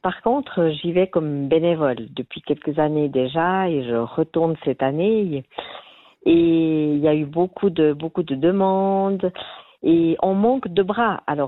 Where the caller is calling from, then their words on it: Yverdon-les-Bains, Vaud, Switzerland; j'appelle du Nord Vaudois, à Yverdon, les Bains.